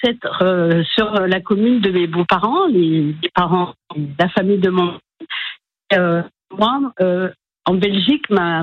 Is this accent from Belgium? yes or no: no; Auvergne-Rhône-Alpes, France; Ah oui, alors c'était pas dans ce département, puisque je suis pas d'ici, je suis du Cantal.